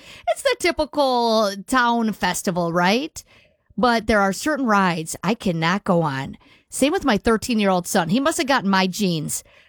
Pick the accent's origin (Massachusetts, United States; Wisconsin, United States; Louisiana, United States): Wisconsin, United States; Eagle; I'm going to my hometown this weekend. You know, Eagle, it's very small. It's in between Palmyra and Maguanago.